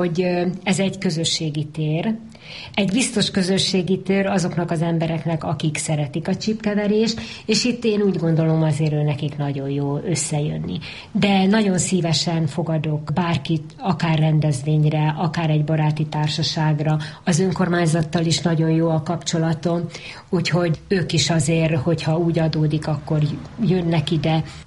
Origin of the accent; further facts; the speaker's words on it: Mencshely, Veszprém County, Hungary; born there; moved away as an adult; now in Pécsely, Hungary; Mencsejen születtem